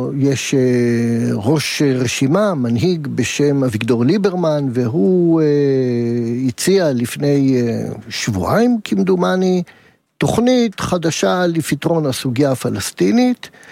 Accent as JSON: {"language": "Hebrew", "town": "Jerusalem", "region": "Jerusalem District", "country": "Israel", "tie": "born or raised there", "said": "עכשיו אני הייתי ילד, גדלתי בירושלים"}